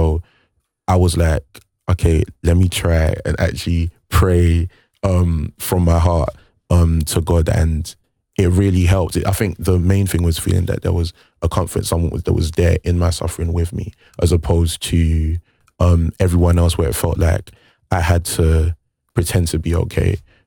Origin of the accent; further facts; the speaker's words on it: London, United Kingdom; also born or lived in Nigeria; I was born in Nigeria. I lived there for 5 years. Then we came to London and kind of just moved all around South London for a bit, living still Southeast London around there.